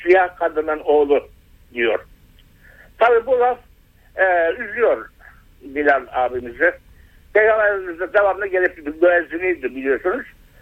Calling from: Bandırma, Balıkesir, Turkey; Bandırma'dan arıyorum.

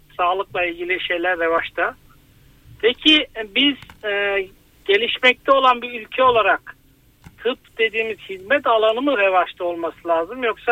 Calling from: Isparta, Turkey; Isparta'dan arıyorum.

